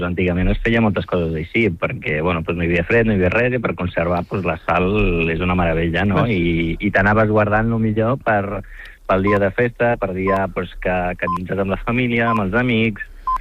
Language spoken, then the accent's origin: Catalan; Morocco; now in Tarragona, Spain; perquè jo vinc del Marroc, soc amasí